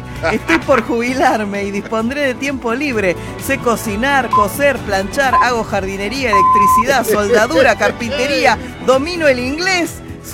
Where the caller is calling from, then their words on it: Temperley, Buenos Aires Province, Argentina; de Temperley.